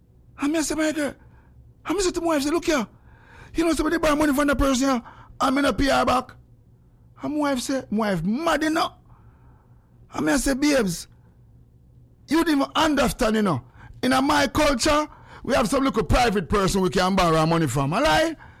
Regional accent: Jamaica; And no, we come from here and we come from Jamaica with this, you know.

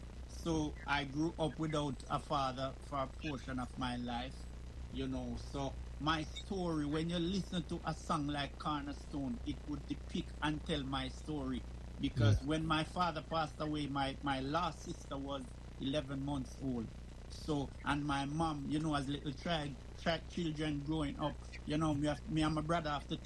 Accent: Clarendon, Jamaica; accent: strong Jamaican patois; moved away as an adult; now in United Kingdom; I was born and raised in Clarendon. Went to the Spalding's comprehensive secondary school, then now it's Spalding's High School. Migrated to the United Kingdom

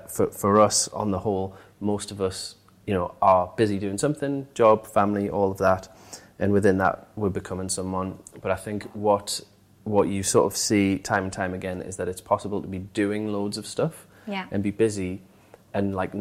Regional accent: North East England, United Kingdom; Yeah, I mean, kind of born and bred in the Northeast.

